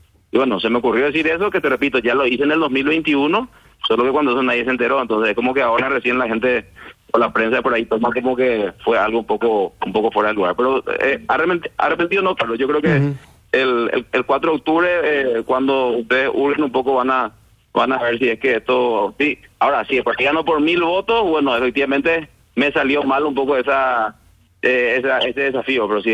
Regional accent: Paraguay; Nosotros creo que si algo tenemos que entender nosotros como paraguayos primero

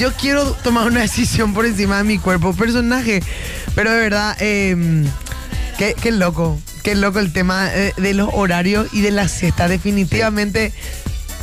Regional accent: Paraguay

